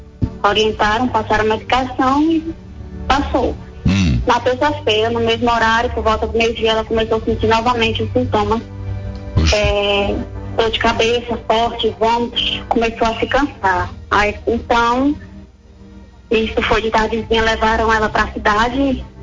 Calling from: Petrolina, Pernambuco, Brazil; Falo de Petrolina, Pernambuco.

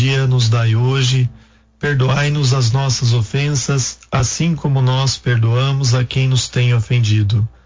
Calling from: Salto, São Paulo, Brazil; Salto, interior de São Paulo.

